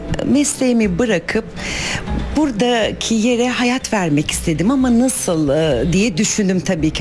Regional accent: Istanbul, Turkey; born there; 77 İstanbul doğumluyum.

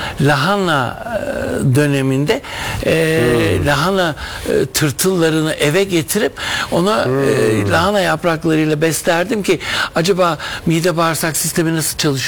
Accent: Istanbul, Turkey; İstanbul'da doğdum büyüdüm. Evet. Levent ve Beylerbeyi arasında ve Mecidiyeköy.

